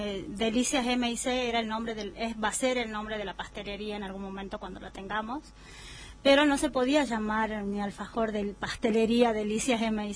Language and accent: Spanish; San Salvador de Jujuy, Jujuy, Argentina; born there; also born or lived in Rinconada, Jujuy; now in Humahuaca, Argentina; no por elección vine, sino que me obligaron a volver, a venirme a Jujuy, porque cuando era muy chiquita mi mamá falleció y bueno, mis hermanos ya vivían acá, me han traído para vivir acá, pero yo me hubiera quedado en el norte, yo soy de, nací en Rinconada. Y bueno, migré para acá